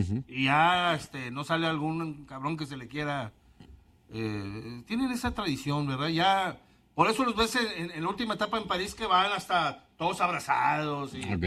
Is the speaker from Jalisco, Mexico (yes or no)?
no; Irapuato, Guanajuato, Mexico; Yo soy de Irapuato.